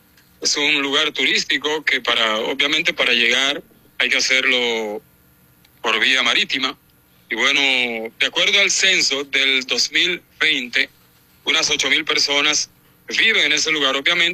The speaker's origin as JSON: {"language": "Spanish", "region": "San Pedro de Macorís", "country": "Dominican Republic", "moved": "yes", "lives_now": "Puerto Rico", "said": "desde Puerto Rico para La Mañana 103, en mi pueblo querido, San Pedro de Macorís."}